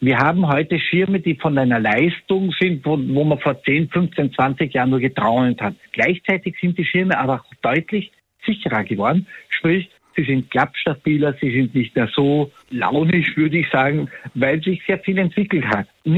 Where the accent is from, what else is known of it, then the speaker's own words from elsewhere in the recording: Austria; Es sind immer wieder bei uns in Österreich, wo wir oft aber lachen